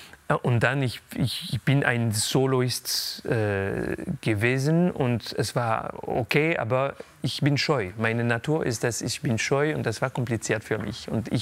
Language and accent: German; Paris, Île-de-France, France; German is a second language; also born or lived in Geneva, Switzerland; now in Zurich, Switzerland; weil ich bin Franzose und Schweizer, aber ich komme aus Paris und Genf.